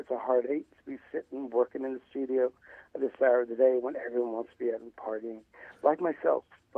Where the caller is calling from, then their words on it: Arizona, United States; Calling from Arizona, sir.